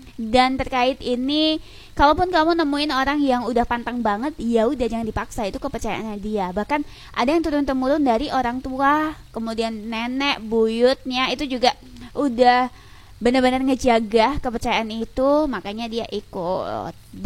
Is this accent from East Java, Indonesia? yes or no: yes; Lamongan, East Java, Indonesia; ketika aku ngenalin aku asal Lamongan, yang ditanyain orang itu kadang, gimana buaran Lamongan gitu, gimana pecel lele Lamongan